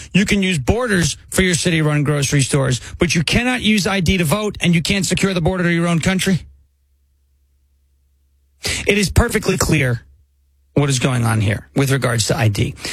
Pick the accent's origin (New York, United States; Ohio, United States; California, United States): New York, United States; I'm from New York.